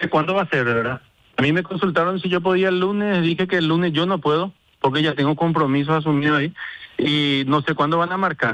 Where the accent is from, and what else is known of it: Paraguay